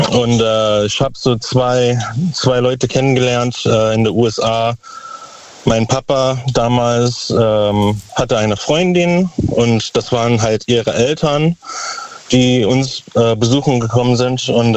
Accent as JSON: {"language": "German", "town": "Überherrn", "region": "Saarland", "country": "Germany", "lives_now": "Konz, Germany"}